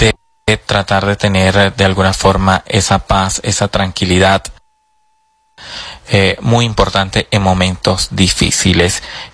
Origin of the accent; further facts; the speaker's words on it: Venezuela; esta situación que estamos padeciendo como venezolanos y venezolanas